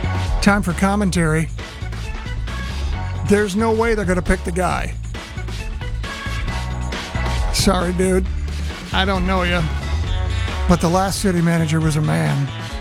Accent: Portage, Michigan, United States; Portage is my hometown, in case you don't know.

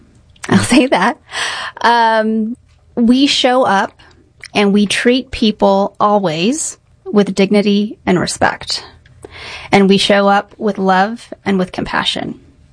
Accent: San Antonio, Texas, United States

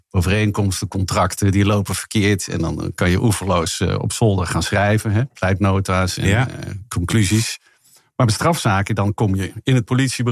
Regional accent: Rotterdam, South Holland, Netherlands; born there; Ik had kantoor in Rotterdam. Ik ben trouwens zelf geboren in Rotterdam.

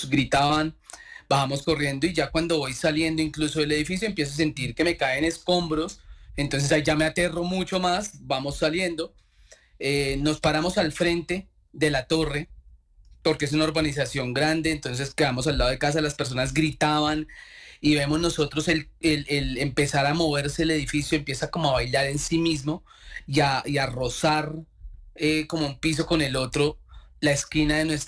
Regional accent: Bogotá, Colombia; ella es de aquí del Eje Cafetero, yo soy bogotano

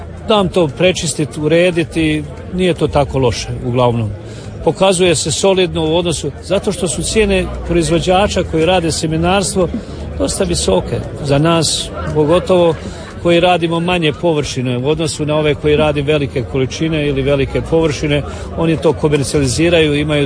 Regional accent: Bobovac, Sisak-Moslavina County, Croatia; Ja sam iz Bobovca, općina Sunja, to je selo jedno između poteza Sisak i Jasenovac na pola puta kraj same rijeke Save.

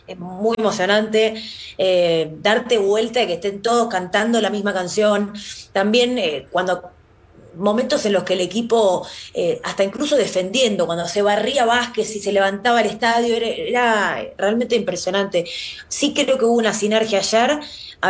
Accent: Argentina; Nos ha pasado a nosotros también, como argentinos

